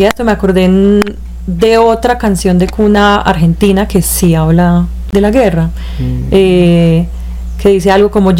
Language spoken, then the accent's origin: Spanish; Colombia; moved away